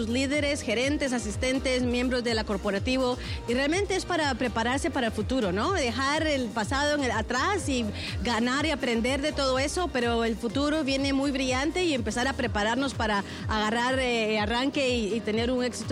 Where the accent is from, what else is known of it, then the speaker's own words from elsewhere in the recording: Guatemala; now in United States; Yo soy originalmente de Guatemala, pero llevo en Estados Unidos más de 30 años